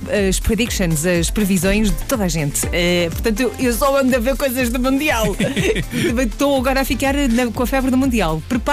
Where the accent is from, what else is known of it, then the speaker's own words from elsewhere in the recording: Vila Nova de Gaia, Norte, Portugal; eu sou de Gaia. Eu estudei na escola secundária de Canidelo